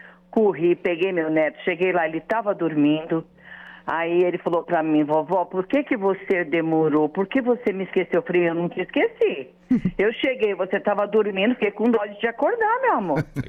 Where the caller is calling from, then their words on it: São Paulo, Brazil; Eu sou daqui do Rio Franco, São Paulo.